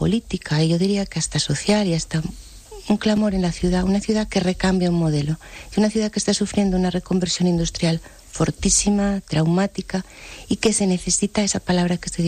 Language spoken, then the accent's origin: Spanish; Mieres, Asturias, Spain; en la zona de donde yo soy de Mieres.